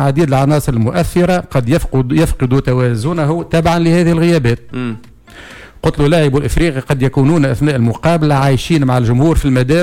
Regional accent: Béja, Tunisia; نحب نعاونوا باجا خاطر ايكيب من من من حومتنا ومن جهتنا

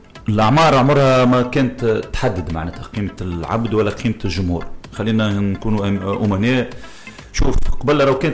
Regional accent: Tunisia

